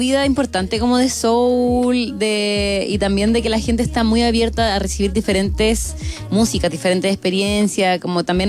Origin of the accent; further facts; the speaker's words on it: southern Chile, Chile; moved away as an adult; now in Spain; soy chilena del sur.